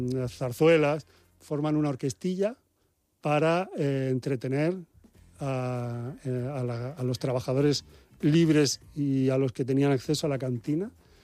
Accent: Almoradí, Valencian Community, Spain; Yo soy de un pueblo de Alicante que se llama Almoradí

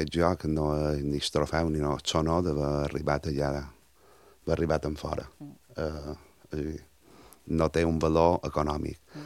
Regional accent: Montuïri, Balearic Islands, Spain; un joc tradicional que tenim en el meu poble, que és Montuïri

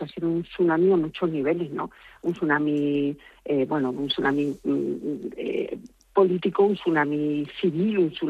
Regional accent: Ceuta, Spain; also born or lived in Las Palmas de Gran Canaria; Sí, yo nací en Las Palmas de Gran Canaria de forma circunstancial, porque mis padres, que sí eran de Ceuta...

